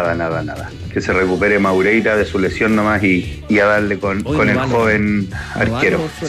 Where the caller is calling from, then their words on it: Bulnes, Ñuble, Chile; desde la comuna de Bulnes.